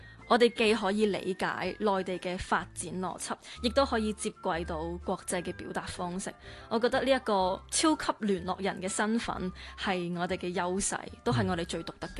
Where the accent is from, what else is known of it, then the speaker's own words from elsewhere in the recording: Macau; moved away; 我同麦思玉一样，都是土生土长的澳门人，跟住出去打拼搏